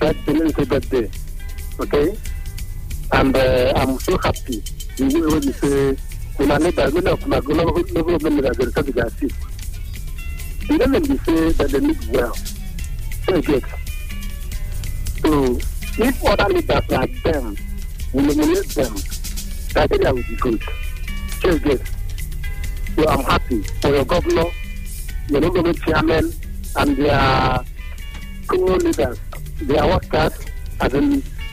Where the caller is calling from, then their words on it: Enugu State, Nigeria; I'm calling from Obaike.